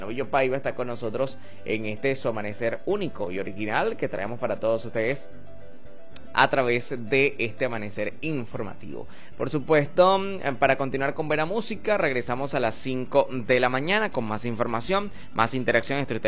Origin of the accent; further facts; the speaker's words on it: Santa María de Ipire, Guárico, Venezuela; now in Puerto Ordaz, Venezuela; hacia el estado Guárico, mi ciudad natal, a Santa María de Pire